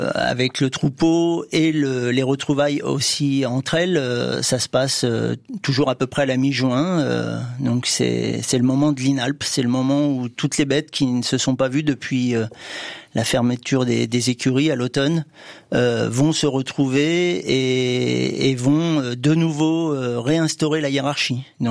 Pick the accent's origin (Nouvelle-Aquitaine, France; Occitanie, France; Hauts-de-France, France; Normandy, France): Normandy, France; Non, je suis originaire de Normandie, mes parents étaient issus du milieu agricole